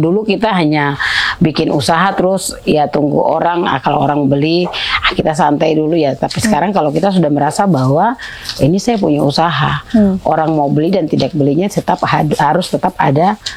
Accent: Papua, Indonesia; kita orang Papua

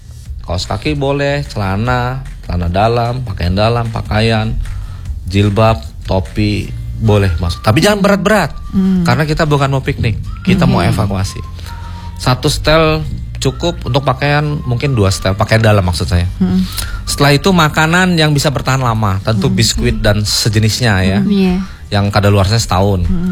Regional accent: Bandar Lampung, Lampung, Indonesia; Walaupun saya orang Bandar Lampung

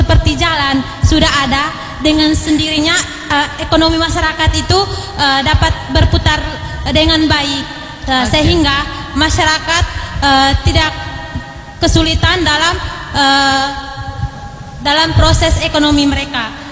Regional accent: East Nusa Tenggara, Indonesia; saya berasal dari Manggarai Timur.

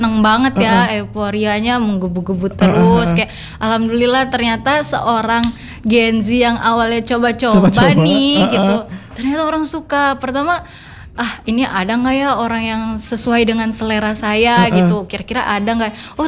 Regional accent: Java, Indonesia; now in Palu, Indonesia; saya besar lagi di Jawa

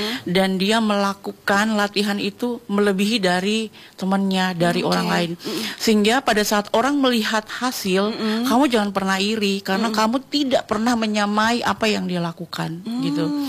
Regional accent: Papua, Indonesia; Dan waktu itu aku Papua, istilahnya Indonesia Timur satu-satunya yang bisa lolos masuk jadi lima besar.

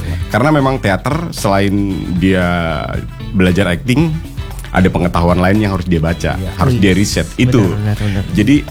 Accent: Jakarta, Indonesia; born there; Ibu dari kelahiran Pandeglang, terus bapak dari Bali. Bapak jadi dari percampuran Bali. Terus lahirnya di Jakarta.

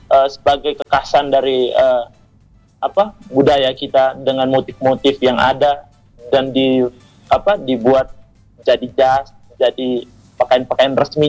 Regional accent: Ende, East Nusa Tenggara, Indonesia; identitas kita sebagai orang ND, sebagai orang NTT. Dan itu satu kebanggaan benar

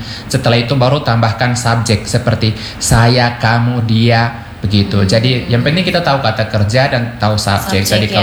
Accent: Biak, Papua, Indonesia; Indonesian is a second language; Daripada bahasa saya dari Biak itu lebih tidak mengerti lagi.

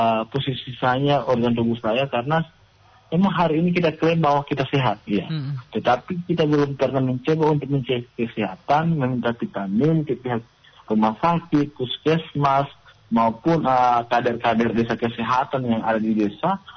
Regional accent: Tapa District, Gorontalo, Indonesia; di kampung halaman saya, di Kecamatan Tap, apalagi di Kabupaten Bandar Belango.

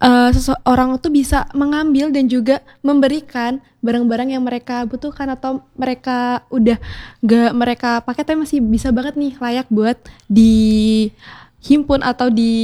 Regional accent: Surakarta, Central Java, Indonesia; aku dari Solo

